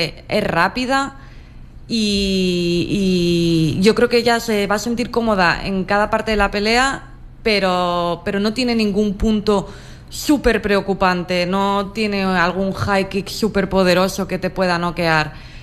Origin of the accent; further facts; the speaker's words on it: Spain; soy la primera española que está aquí arriba